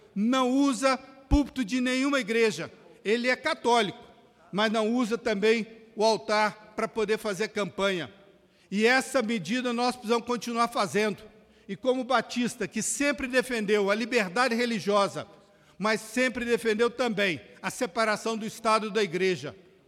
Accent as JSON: {"language": "Portuguese", "town": "Cascalho Rico", "region": "Minas Gerais", "country": "Brazil", "tie": "born or raised there", "moved": "yes", "lives_now": "Uberlândia, Brazil", "said": "da minha cidade, Uberlândia, e da minha cidade natal, Cascalho Rico."}